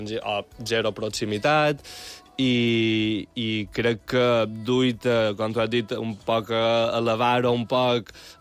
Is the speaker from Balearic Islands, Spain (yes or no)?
yes; Balearic Islands, Spain; És a dir, jo som mallorquí, tota la meva família és mallorquina, però per casualitat de sa vida, mon pare i mon mare, que eren un poc hippies